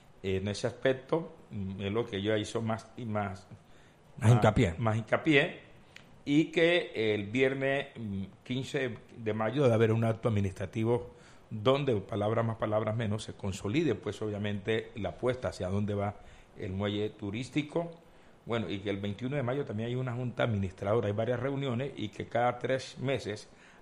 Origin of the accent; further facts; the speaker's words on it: Buenaventura, Valle del Cauca, Colombia; mi pueblo de Buenaventura.